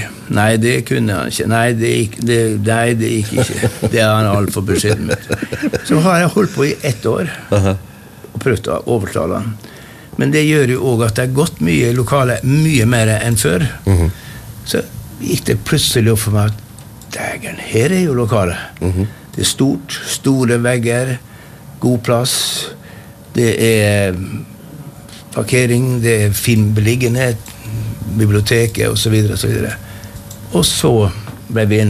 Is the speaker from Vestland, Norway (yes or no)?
no; Kristiansund, Møre og Romsdal, Norway; så hadde jeg en liten lansering i Kristiansund i min hjemby, for det hadde jeg lyst til.